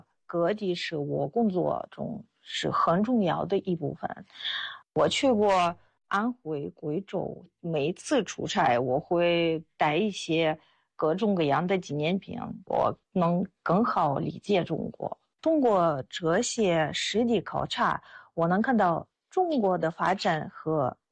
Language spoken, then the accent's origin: Chinese; Russia; Chinese is a second language; now in China; 我是俄罗斯人，我在中国生活了25年，现在在党史研究院做翻译工作。